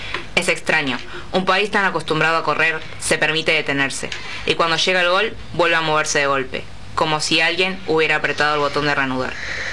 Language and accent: Spanish; Argentina; eso nos describe un poco como argentinos, como hinchas del fútbol